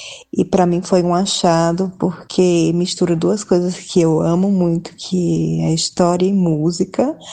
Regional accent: Maceió, Alagoas, Brazil; eu sou de Maceió

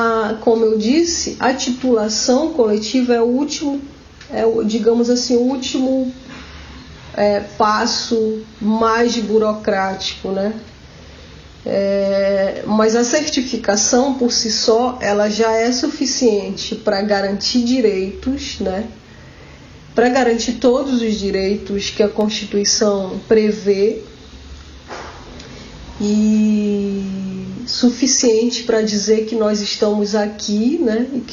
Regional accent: Pará, Brazil; na região do Rio Bujaru, aqui no Pará, na região Guajarina, de onde eu sou

